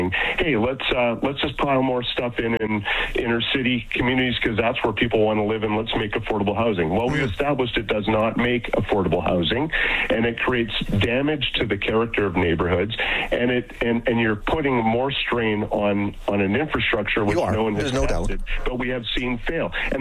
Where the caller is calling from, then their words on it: Calgary, Alberta, Canada; And I'm calling from Calgary.